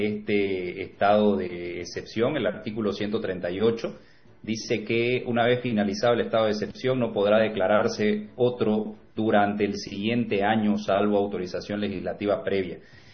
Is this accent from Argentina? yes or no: no; Bolivia